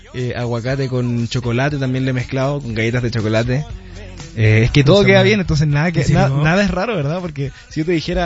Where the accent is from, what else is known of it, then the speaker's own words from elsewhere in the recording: Chile; yo vengo de mi Chile querido y la verdad es que estoy orgulloso de ser chileno.